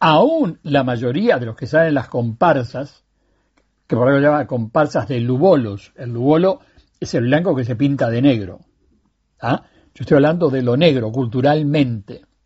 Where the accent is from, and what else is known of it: Uruguay